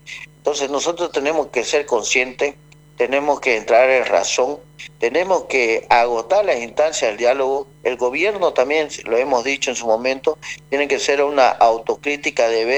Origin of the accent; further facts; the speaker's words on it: Bolivia; Todos somos bolivianos